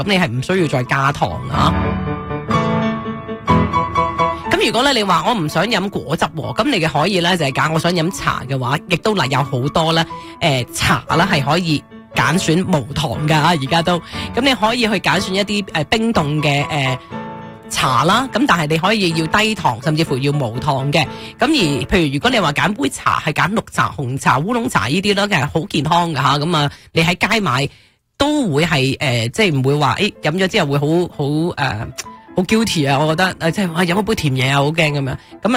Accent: Hong Kong

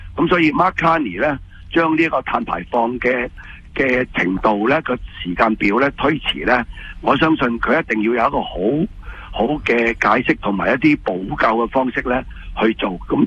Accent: Canada; 我哋加拿大人

